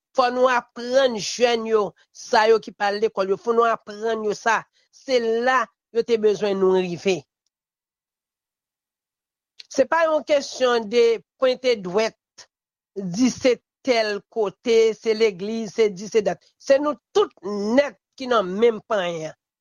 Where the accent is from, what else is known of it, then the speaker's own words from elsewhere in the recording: Haiti; Moi-même en tant que haïtien